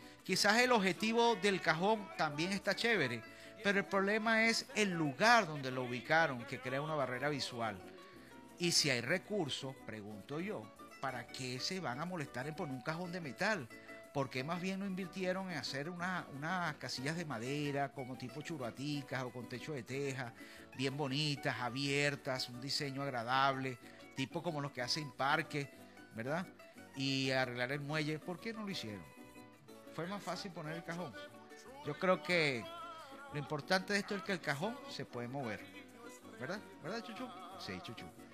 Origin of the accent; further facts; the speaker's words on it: Puerto Píritu, Anzoátegui, Venezuela; mi pueblito, Puerto Píritu.